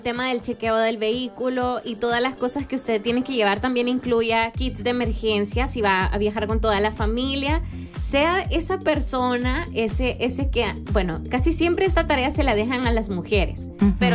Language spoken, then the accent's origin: Spanish; El Salvador; a nosotros como salvadoreños